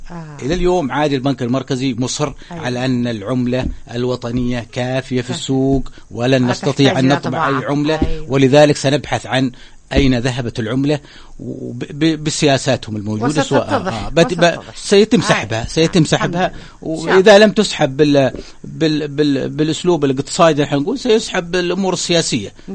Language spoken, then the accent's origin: Arabic; Yemen; نحن عندنا في اليمن